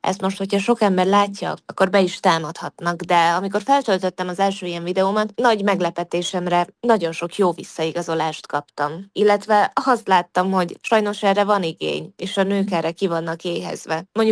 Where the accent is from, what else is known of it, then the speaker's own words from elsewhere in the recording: Vojvodina, Serbia; accent: Vojvodina Hungarian (closed e / középzárt e); én nem szégyellem egyáltalán, hogy én vajdasági vagyok